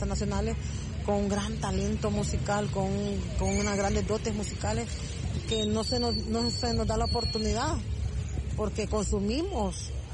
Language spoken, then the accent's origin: Spanish; El Salvador